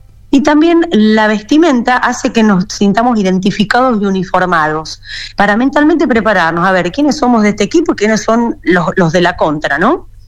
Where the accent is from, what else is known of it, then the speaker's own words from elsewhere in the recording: Argentina; lo que somos los argentinos